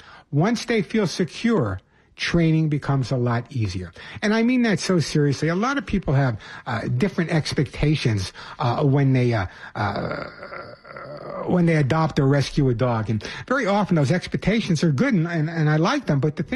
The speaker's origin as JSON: {"language": "English", "town": "Bronx", "region": "New York", "country": "United States", "tie": "born or raised there", "said": "When I was growing up in the Bronx"}